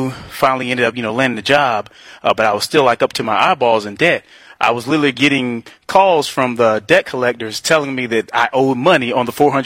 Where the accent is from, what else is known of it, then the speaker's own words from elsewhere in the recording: North Carolina, United States; now in Chicago, United States; We currently live in Chicago, Illinois, but I do want to make it clear, we are from North Carolina.